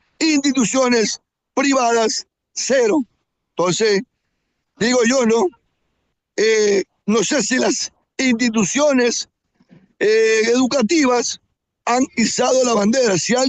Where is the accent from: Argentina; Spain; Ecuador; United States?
Ecuador; nos sentimos orgullosos ecuatorianos.